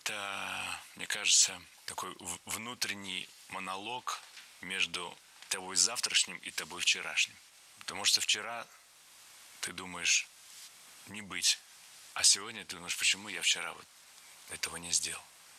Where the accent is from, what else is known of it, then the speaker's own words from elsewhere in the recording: Russia; born there; Мое счастье, что я живу в такой прекрасной, любимой мной стране, что я родился в России.